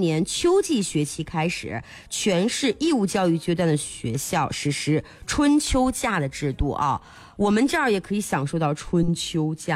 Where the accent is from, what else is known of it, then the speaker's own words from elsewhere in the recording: Fencheng, Shanxi, China; now in Linfen, China; 汾城古建筑群古侧柏这个我更知道，我老家的嘛，